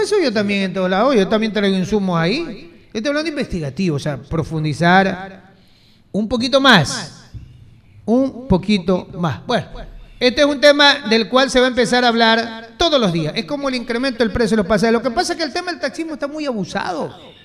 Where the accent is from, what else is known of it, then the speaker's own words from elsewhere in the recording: Manta, Manabí, Ecuador; la realidad que vivimos los mantenses.